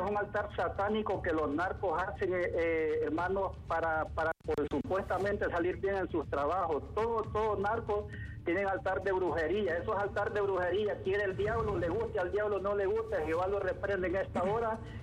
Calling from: Siguatepeque, Comayagua, Honduras; de Siguatepeque.

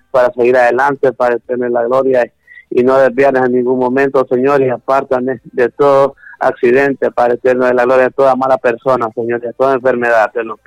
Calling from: San Antonio, Olancho, Honduras

